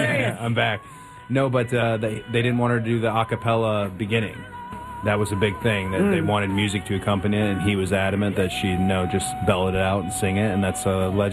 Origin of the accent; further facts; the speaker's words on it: Georgia, United States; I'm from Georgia, so Dollywood is just up the road.